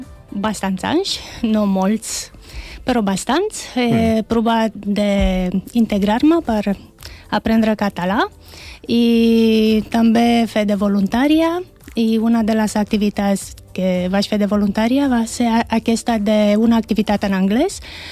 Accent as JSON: {"language": "Catalan", "country": "Romania", "second_language": "Catalan", "moved": "as an adult", "said": "Jo vaig néixer a Romania."}